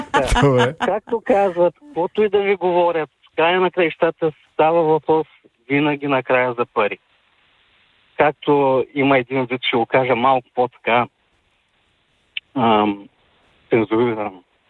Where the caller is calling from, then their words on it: Varna, Varna Province, Bulgaria; от Варна.